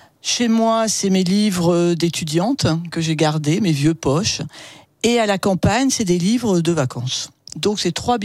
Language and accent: French; Marseille, Provence-Alpes-Côte d'Azur, France; je suis marseillaise, je ne connais personne